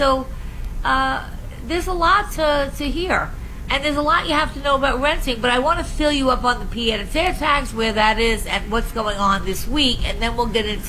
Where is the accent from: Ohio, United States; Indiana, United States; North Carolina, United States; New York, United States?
New York, United States; I'm from Nassau County originally, and he did a great job in Nassau County.